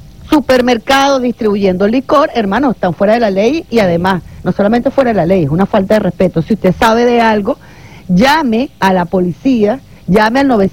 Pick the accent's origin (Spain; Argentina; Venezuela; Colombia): Venezuela; pero para eso tenemos que abrazarnos como venezolanos.